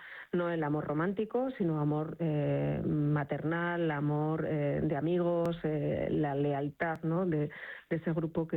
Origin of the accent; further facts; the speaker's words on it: Falces, Pamplona, Navarre, Spain; Porque es terreno conocido, es mi tierra, es la tierra de mis padres